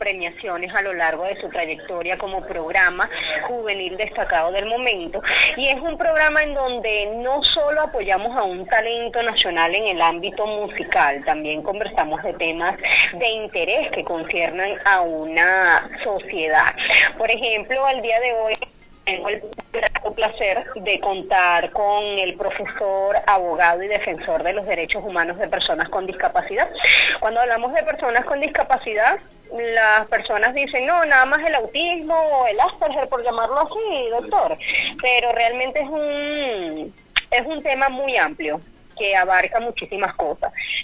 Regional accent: Los Llanos, Venezuela; Yo 100% llanera

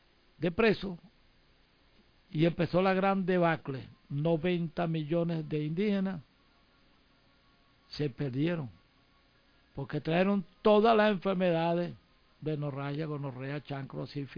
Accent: Venezuela; born there; en esos lares donde yo nací, y el agua del Océano Atlántico y el Orinoco

